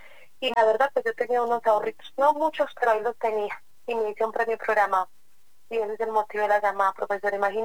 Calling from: Albán, Cundinamarca, Colombia; De Albán, Cundinamarca.

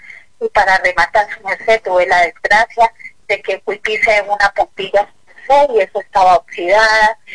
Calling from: Tunja, Boyacá, Colombia; Yo me estoy llamando acá desde Tunja, Boyacá.

